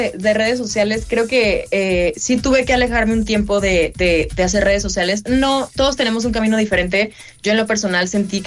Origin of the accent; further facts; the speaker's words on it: Ciudad Juárez, Chihuahua, Mexico; Yo soy de Ciudad Juárez, entonces yo estoy acostumbrada al calor